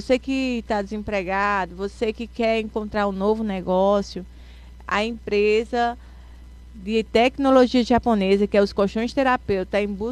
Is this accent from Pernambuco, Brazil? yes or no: yes; Toritama, Pernambuco, Brazil; Eu sou natural da cidade de Toritama, com muito orgulho.